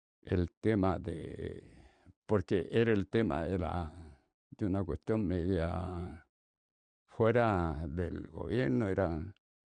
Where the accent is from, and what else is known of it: Chile